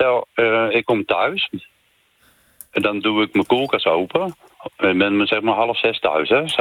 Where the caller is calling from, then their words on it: Utrecht, Netherlands; ik kom uit Utrecht.